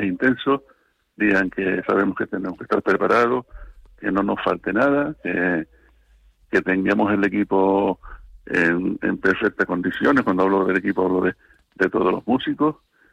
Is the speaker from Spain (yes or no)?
yes; Agaete, Canary Islands, Spain; born or raised there